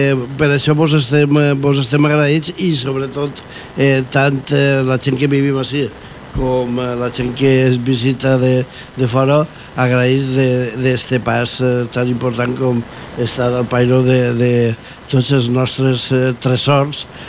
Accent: Valencian Community, Spain; sóc tant de la Safor que els meus avantpassats vivien en la Cova del Parpalló

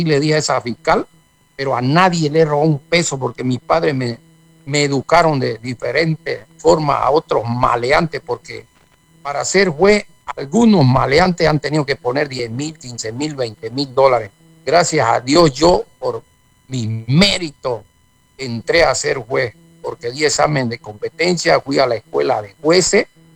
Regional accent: Montero, Santa Cruz, Bolivia

